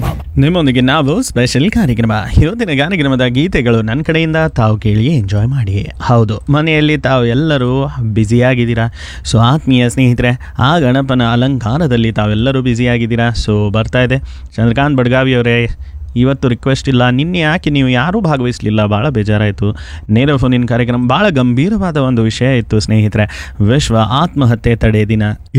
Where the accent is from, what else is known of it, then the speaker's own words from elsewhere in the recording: Mumbai, Maharashtra, India; born there; moved away; ನಮ್ಮ ಊರ ಮುಂಬೈಗೆ ಹೋಗ್ತಾ ಇದ್ದೇನೆ.